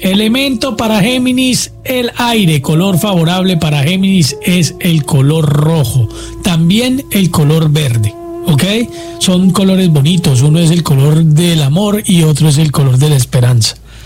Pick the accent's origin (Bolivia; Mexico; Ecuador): Mexico; y como mexicanos, por ejemplo, México celebran el 2 de noviembre